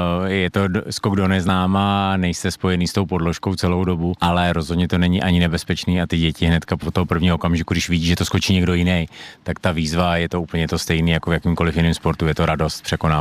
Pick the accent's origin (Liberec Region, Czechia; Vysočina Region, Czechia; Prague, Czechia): Liberec Region, Czechia; Harachov; also born or lived in Jílemnice; Tak v Jílemnici jsem narozený, protože v Harachově porodnici nemáme, ale jinak jsem rodák jakoby z Harachova, takže tam ta volba byla úplně jasná.